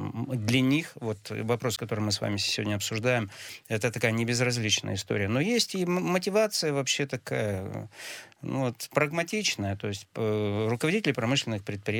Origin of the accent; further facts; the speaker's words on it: Yekaterinburg, Sverdlovsk Oblast, Russia; Конечно, я больше по Очкаловскому району, как там коренной химашевец.